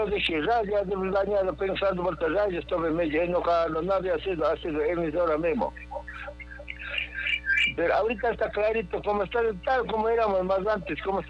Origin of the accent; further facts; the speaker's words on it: Chugchilán, Cotopaxi, Ecuador; born there; Cantón Sichos, parece que Chuchilán, mi tierra